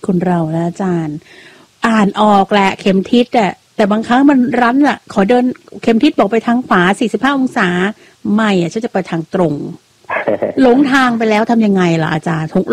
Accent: Isan, Thailand; สมัยเป็นเด็กเนี่ยพี่เป็นคนต่างจังหวัดโน้เป็นคนอีสาน

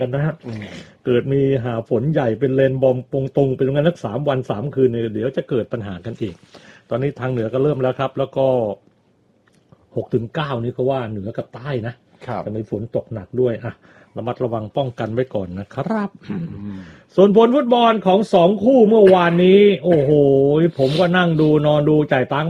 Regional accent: Southern Thailand, Thailand; เราคนใต้เห็นเหตุการณ์ทางใต้มันรายวันเลยนะ

